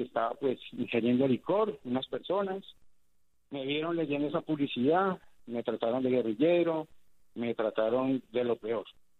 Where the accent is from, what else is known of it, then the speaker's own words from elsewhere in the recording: Colombia; Entonces, todos somos colombianos. Todos tenemos el derecho de vestir la camiseta de la Selección Colombia.